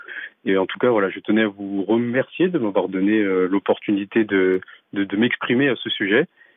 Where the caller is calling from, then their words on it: Paris, Île-de-France, France; j'habite à Paris.